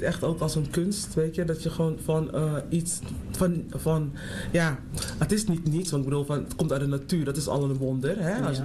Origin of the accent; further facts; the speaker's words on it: Amsterdam, North Holland, Netherlands; Ik kom zelf uit Amsterdam-Oost.